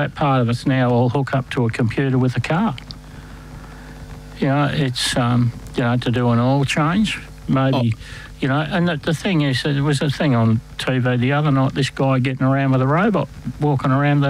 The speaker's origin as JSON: {"language": "English", "country": "Australia", "said": "as an Australian citizen, well, this is fact, they've got to let you back into the country"}